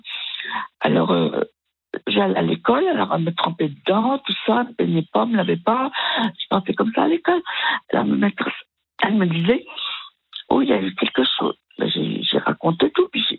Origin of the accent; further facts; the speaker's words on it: Cône, France; born there; Ah oui, je suis née à Cône.